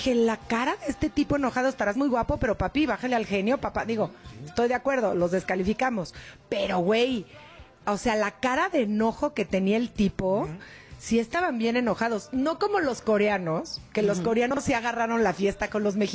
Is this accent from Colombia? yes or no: no; Mexico; Obviamente, como buena mexicana, no me quiero ilusionar, porque sé lo que pasa